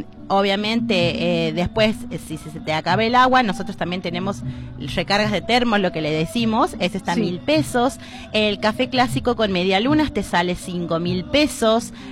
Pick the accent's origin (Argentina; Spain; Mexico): Argentina; Villa Atamisqui, Santiago del Estero; Nosotras somos de Villa Tamisqui.